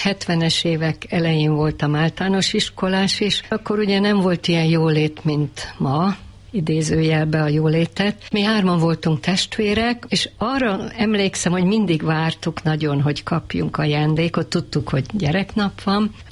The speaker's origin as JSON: {"language": "Hungarian", "region": "Budapest", "country": "Hungary", "tie": "born or raised there", "said": "mi a második kerületben, a Hüvösvölgyben nőttünk fel"}